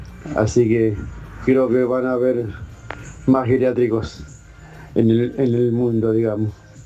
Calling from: Lomas de Zamora, Buenos Aires Province, Argentina; Bueno, es que, ¿qué puedo decir? Yo ahora con mis 61 años

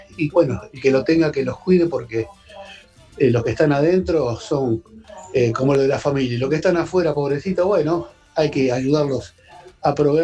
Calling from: Ituzaingó, Buenos Aires Province, Argentina; de la zona oeste de Ituzaingó.

